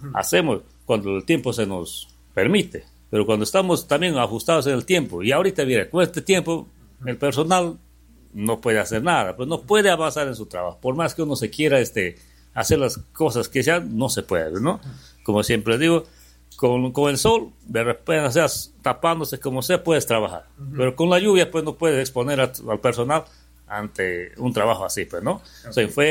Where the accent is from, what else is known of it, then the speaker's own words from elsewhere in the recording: Bellavista, San Martín, Peru; now in Lamas, Peru; Por si yo no soy de Lamas, ¿no? Yo soy de Bellavista, pero ya me siento ser parte de Lamas porque vivo acá, me cobija Lamas, mi familia es de acá y tengo ese amor a Lamas, ¿no?